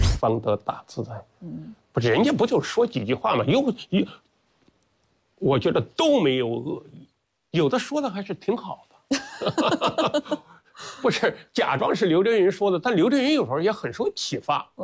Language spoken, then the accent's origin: Chinese; Yanjin, Henan, China; moved away; 所以我们河南人的话呢，除了幽默，就是心胸也特别的宽广。